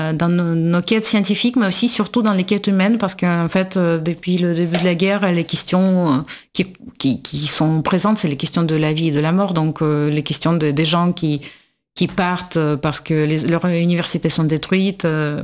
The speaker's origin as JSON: {"language": "French", "country": "Russia", "moved": "yes", "said": "en tant que russe"}